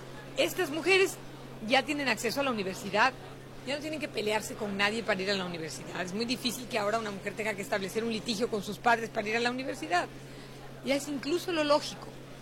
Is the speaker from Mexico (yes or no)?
yes; Mexico